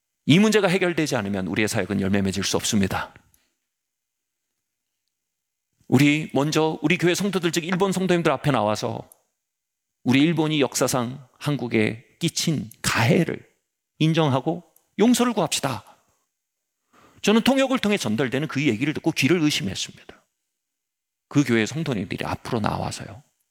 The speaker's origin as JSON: {"language": "Korean", "country": "South Korea", "said": "나는 한국에서 온 대학생입니다."}